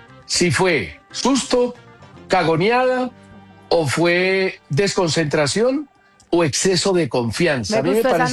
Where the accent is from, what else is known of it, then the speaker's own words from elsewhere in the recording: Colombia; Así somos nosotros los colombianos.